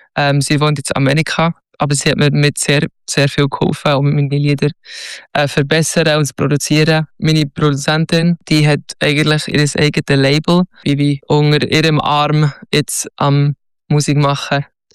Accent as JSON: {"language": "German", "town": "Zürich", "region": "Zurich", "country": "Switzerland", "tie": "born there", "lives_now": "Steffisburg, Switzerland", "said": "Ich bin in Zürich geboren, aber wohne jetzt in Steffisburg."}